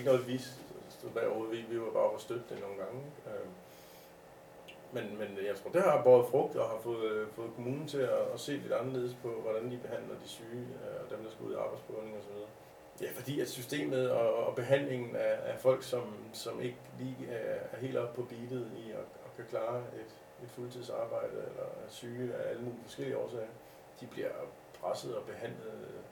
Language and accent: Danish; Jebjerg, Central Denmark Region, Denmark; born there; Jeg er født i Jebjerg på et alderdomshjem.